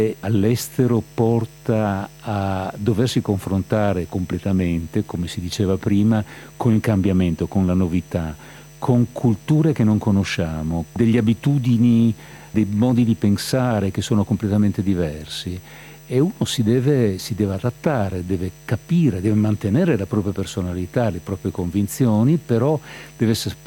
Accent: Trieste, Friuli-Venezia Giulia, Italy; also born or lived in Brazil; Io sono, diciamo, di origini triestine, nel senso che sono triestino di per sangue e per formazione. I miei si sono trasferiti nel Brasile nel 48, 1948, la prima ondata di emigrazione post-bellica per quanto riguarda la città di Trieste

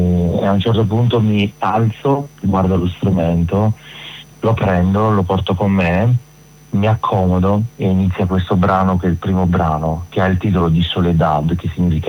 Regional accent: Santo Stefano, Abruzzo, Italy; born there; sono nato a Santo Stefano

